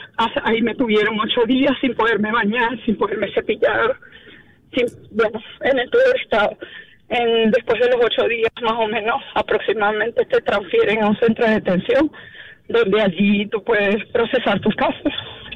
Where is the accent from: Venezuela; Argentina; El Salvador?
Venezuela; now in United States; Actualmente yo tengo asilo pendiente, soy de Venezuela y tengo casi 8 años aquí.